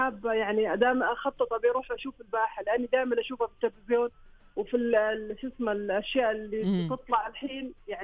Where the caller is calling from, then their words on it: Saudi Arabia; يعني انا رايحة في امان في ديرتي وعند اهلي. كرم كرم كرم، يعني سهل جيزان فيهم كرم.